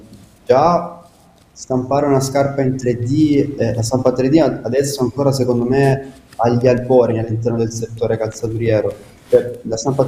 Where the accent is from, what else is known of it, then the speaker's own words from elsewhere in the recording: Casarano, Apulia, Italy; sia io che Marco siamo nati e cresciuti a Caserano